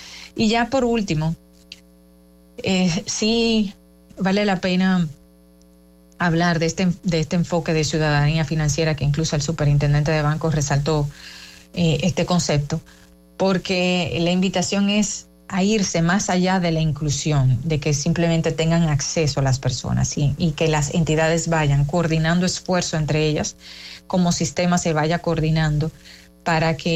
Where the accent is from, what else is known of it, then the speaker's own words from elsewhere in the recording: Dominican Republic; nos caracteriza como dominicanos